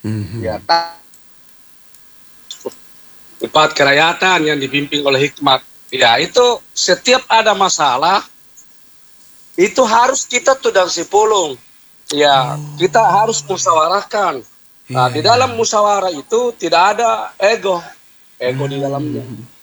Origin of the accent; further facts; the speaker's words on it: Indonesia; Ya, bahwa kami dari Indonesia tidak setuju, tidak sepakat, tidak mau kalau ada konflik antara bangsa.